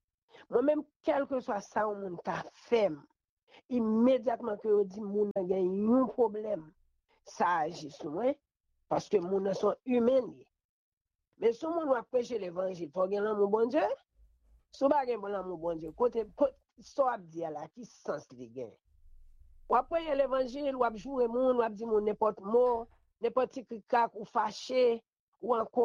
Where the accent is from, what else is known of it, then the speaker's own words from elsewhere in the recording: Haiti; Donc moi-même c'est vrai, me vrai nous était ensemble en tant que haïtien pour nous ne pas discréditer l'autre